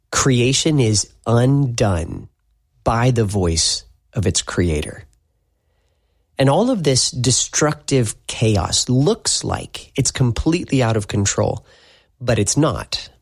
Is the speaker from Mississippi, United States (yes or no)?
yes; Tupelo, Mississippi, United States; I'm from Tupelo, Mississippi, and a tornado swept through Tupelo in the last few years.